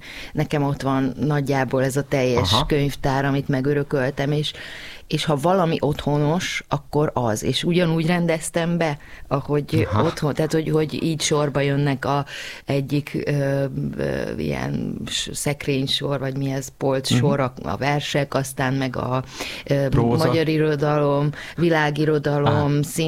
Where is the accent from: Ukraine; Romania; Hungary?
Romania; Transylvania; born or raised there; moved away